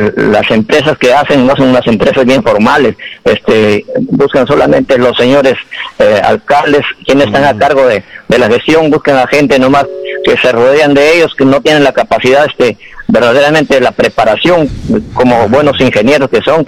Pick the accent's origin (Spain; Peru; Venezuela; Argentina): Peru